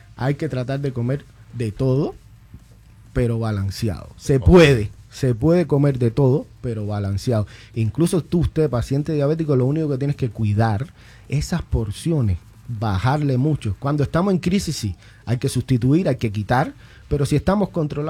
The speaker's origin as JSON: {"language": "Spanish", "country": "Cuba", "said": "Yo soy cubano, nosotros los cubanos adictos al pan. Es, viene siendo nuestra idiosincrasia."}